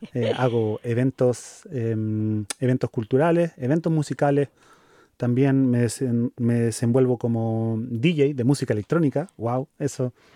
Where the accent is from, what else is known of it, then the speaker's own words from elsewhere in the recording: Chile; moved away as an adult; now in Tübingen, Germany; Yo vengo de Chile. Y también llegué a este lugar hace cerca de 9 años atrás.